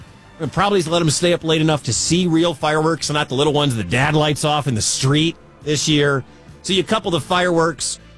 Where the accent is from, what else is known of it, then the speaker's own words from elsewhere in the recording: Detroit, Michigan, United States; I'm from Detroit. Coney dogs are big in Detroit.